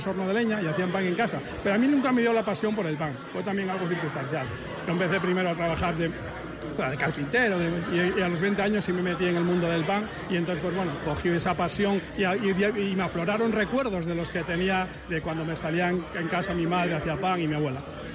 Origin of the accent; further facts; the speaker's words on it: Asturias, Spain; moved away; yo soy asturiano